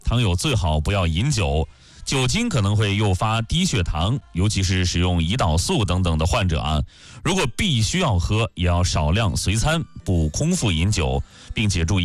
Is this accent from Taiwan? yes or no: no; China; 这是刻在我们中国人骨子里的仪式感